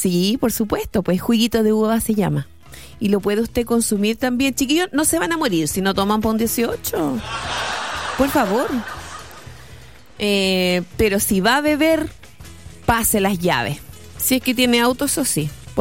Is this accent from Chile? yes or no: yes; Chile; aquí somos chilenos todos